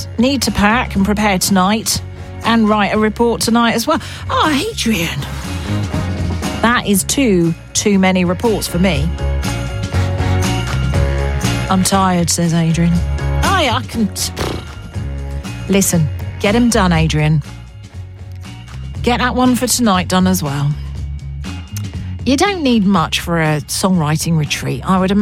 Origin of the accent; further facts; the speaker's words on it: England, United Kingdom; accent: southern; I am from the south, so a lot of the things I say are in southern parlance.